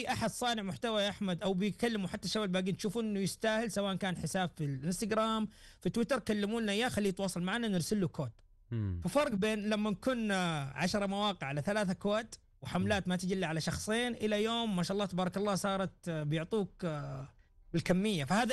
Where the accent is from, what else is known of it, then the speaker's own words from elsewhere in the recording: Saudi Arabia; ترى احنا كسعوديين محبين للجيمينج بشكل مجنون ترى.